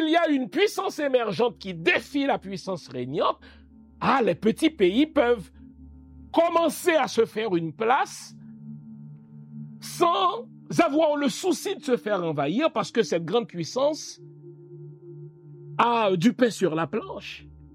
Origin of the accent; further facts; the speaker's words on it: Haiti; je suis pas plus pro-chinois que pro-américain, je suis haïtien.